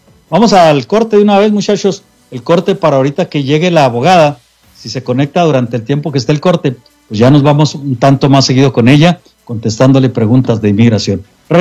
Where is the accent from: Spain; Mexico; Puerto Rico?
Mexico; moved away; Un día salí de México, pero México nunca salió de mí.